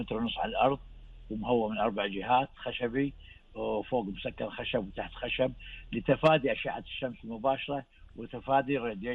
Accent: Kuwait; جونا في دوله الكويت، احنا نظام دوله تحت موقع صحراوي، فبالتالي الجفاف عندنا شيء جدا عالي

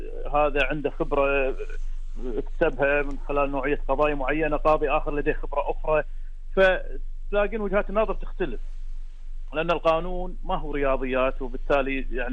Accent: Kuwait; وهذه الظروف لا شك أنها تغيرت عندنا بالكويت

